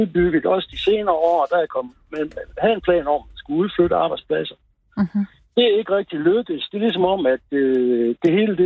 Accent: West Jutland, Denmark; Nu er jeg vestjyde, så jeg var rimelig... jeg blev rimelig chokeret.

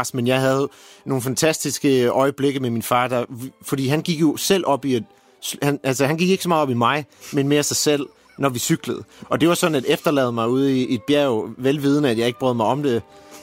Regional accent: Ireland; Jeg voksede op i Irland med danske forældre.

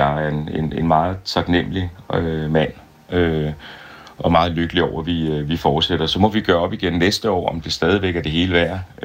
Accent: Næstved, Zealand, Denmark; i min hjemby

